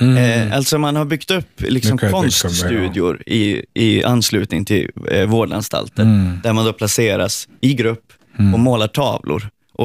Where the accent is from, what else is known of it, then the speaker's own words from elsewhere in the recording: Sweden; precis som i mitt hemland Sverige, så finns det en förväntan på att man ska klara sig själv i stor utsträckning.